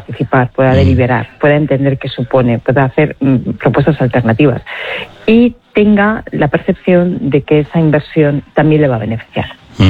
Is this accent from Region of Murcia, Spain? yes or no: no; Aragon, Spain; yo soy aragonesa, en el Pirineo muchos valles fueron anegados